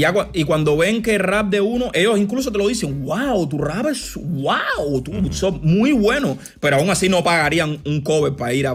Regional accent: Cuba; moved away; Yo me fui de Cuba en el 2017, 2018.

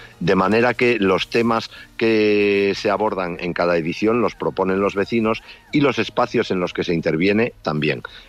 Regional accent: Asturias, Spain

